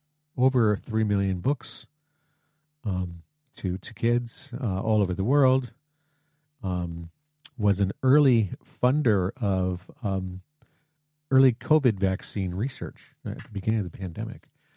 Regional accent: Highland Park, New Jersey, United States; Growing up in Highland Park, New Jersey, right across the river was New Brunswick.

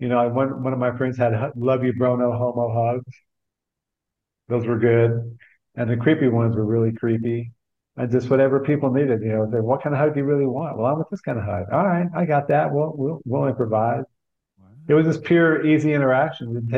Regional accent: Texas, United States; Grew up in Texas, hence the name, or the moniker they gave me. And but grew up in small town Texas and was always the weird kid, the weird artist kid.

